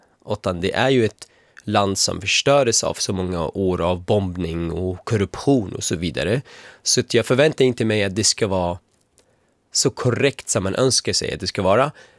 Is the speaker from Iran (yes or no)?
no; Syria; och det tillbringar oss någon form av frid som man behöver som syrier som har lidit i 14 år men vill ju känna rättvisa.